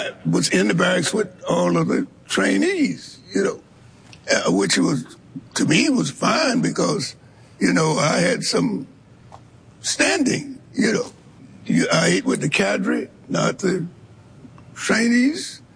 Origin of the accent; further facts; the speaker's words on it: Shreveport, Louisiana, United States; now I grew up in Shreveport